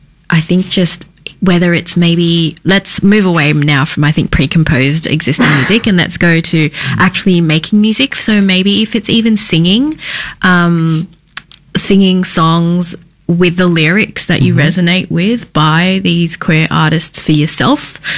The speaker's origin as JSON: {"language": "English", "town": "Sydney", "region": "New South Wales", "country": "Australia", "moved": "yes", "said": "I'm from Sydney originally"}